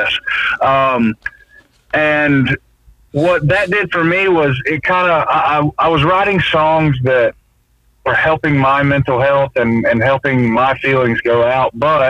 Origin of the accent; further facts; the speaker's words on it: Georgia, United States; moved away as an adult; now in Nashville, United States; I'm not a cowboy. I'm from Georgia. No. I would classify myself as a country boy